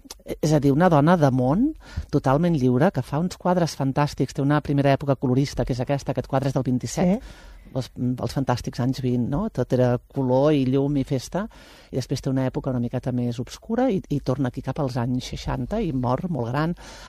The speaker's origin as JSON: {"language": "Catalan", "town": "Prats de Lluçanès", "region": "Catalonia", "country": "Spain", "said": "Clar, tio, és que jo soc de Prats"}